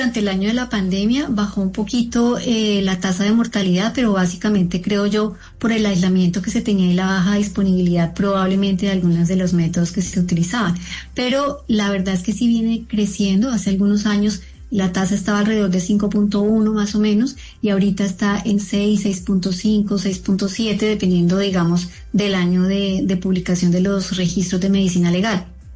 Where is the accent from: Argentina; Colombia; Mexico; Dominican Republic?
Colombia; Lo que nos protege a nosotros como colombianos y como latinoamericanos en general es el soporte de la familia.